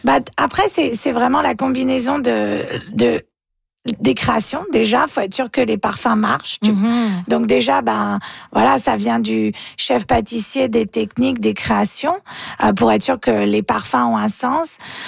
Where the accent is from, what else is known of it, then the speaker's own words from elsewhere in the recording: France; moved away; C'est quand j'étais petite en France